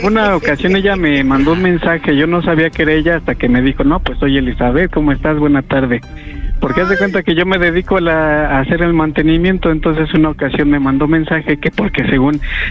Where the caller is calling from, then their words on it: Naucalpan, State of Mexico, Mexico; hablo de Naucalpan, Estado de México.